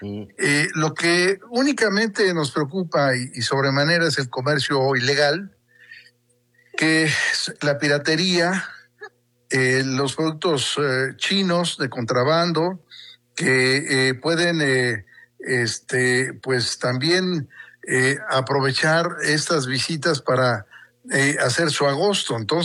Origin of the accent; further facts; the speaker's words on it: Mexico; lo que realmente somos los mexicanos